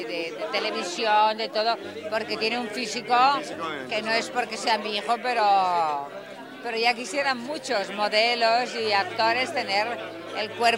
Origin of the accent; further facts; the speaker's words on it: Region of Murcia, Spain; now in Barcelona, Spain; no quiero ofender a nadie, pero yo soy murciana, entonces no ofendo a nadie.